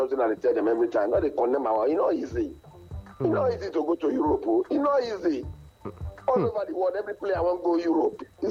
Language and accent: English; Nigeria; I don't be from Mali, I don't be from France, I'll be Nigerian man.